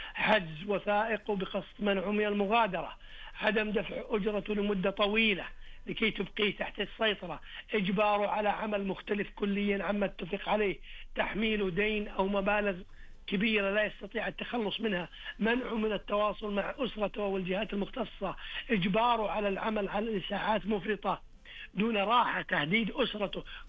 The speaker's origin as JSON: {"language": "Arabic", "country": "Saudi Arabia", "said": "الطفل عندنا في المملكة العربية السعودية حتى يبلغ 18 من عمره."}